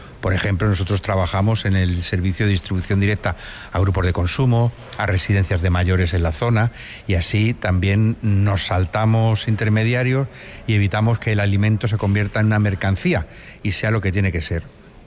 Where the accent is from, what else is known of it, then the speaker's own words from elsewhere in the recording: Casas del Castañar, Extremadura, Spain; Pues mi pueblo, Casas del Castañar, forma parte de la comarca del Valle del Jerte.